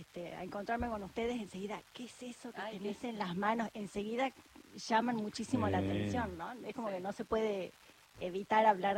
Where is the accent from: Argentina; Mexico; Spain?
Argentina; Salta; moved away as an adult; now in Buenos Aires, Argentina; Bueno, de hecho yo estudié acá, me vine de Salta a estudiar, hice diseño gráfico en la UBA.